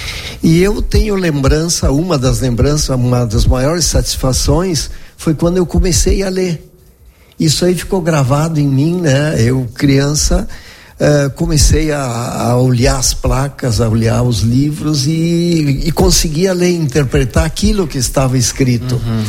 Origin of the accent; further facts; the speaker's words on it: Marau, Rio Grande do Sul, Brazil; Eu nasci em Marau, numa casa que era em frente ao Altar da Pátria, que temos hoje na Avenida Júlio Borella. Na época se nascia na casa, né?